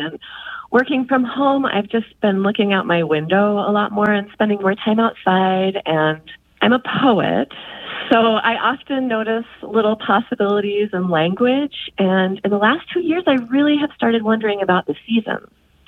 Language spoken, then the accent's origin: English; Kansas City, Missouri, United States; moved away as an adult; now in Twin Cities, United States; but I didn't grow up here. I grew up in Kansas City, and then I moved to Minnesota as an adult.